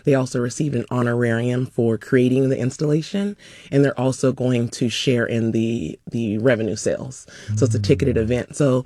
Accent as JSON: {"language": "English", "town": "Sacramento", "region": "California", "country": "United States", "tie": "born or raised there", "said": "growing up in Sacramento, I've walked past that building hundreds of times, wondering what it was."}